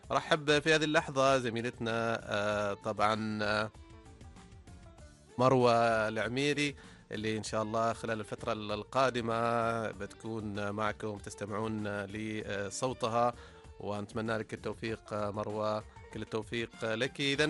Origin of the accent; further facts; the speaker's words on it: Oman; عندنا في سلطنة عمان